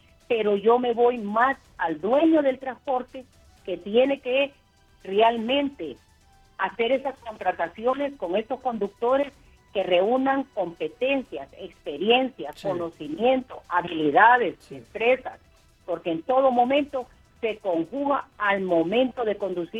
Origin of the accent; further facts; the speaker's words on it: Siguatepeque, Comayagua, Honduras; Porque soy de Siguatepeque, Comayagua